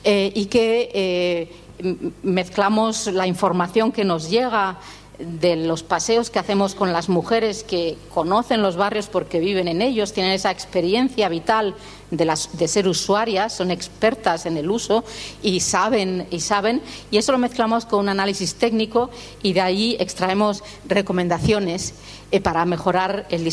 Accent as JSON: {"language": "Spanish", "country": "Spain"}